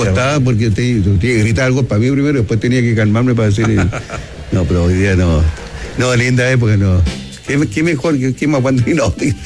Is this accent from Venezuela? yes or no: no; Valparaíso, Chile; born there; Nací en Valparaíso.